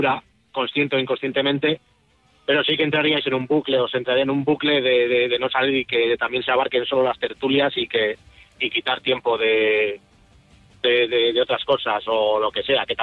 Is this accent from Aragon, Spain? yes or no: no; Portugalete, Basque Country, Spain; Vivimos cerca, me refiero a que yo soy de Portugalete, que llaman varias ocasiones.